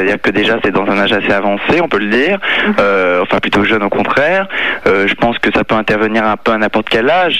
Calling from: Paris, Île-de-France, France; J'appelle de Paris

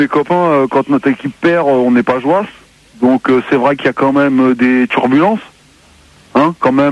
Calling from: Lille, Hauts-de-France, France; Bonsoir, j'appelle de Lille

